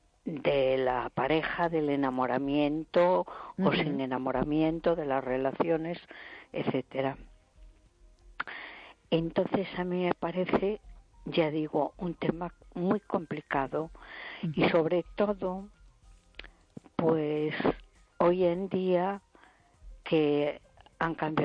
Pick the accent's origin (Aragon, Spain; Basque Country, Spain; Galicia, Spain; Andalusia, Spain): Galicia, Spain; A Coruña